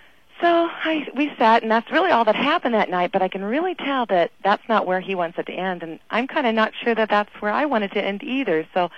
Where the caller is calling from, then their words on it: Clarksburg, West Virginia, United States; Hi, this is … I'm from Clarksburg.